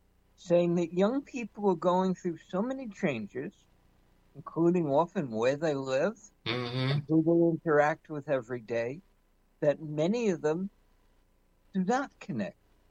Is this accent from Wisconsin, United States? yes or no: no; New York, United States; I grew up on the West Side. This has been my life for 60 years